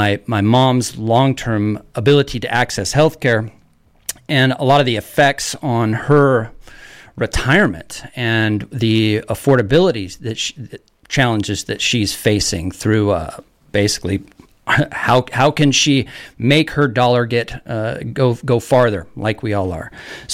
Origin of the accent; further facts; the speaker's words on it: Port Townsend, Washington, United States; I am a father, a son, and a neighbor with roots in the Olympic Peninsula. I was born and raised in Jefferson County, Port Townsend Jefferson General Hospital back in the 70s, and I've lived here my entire life.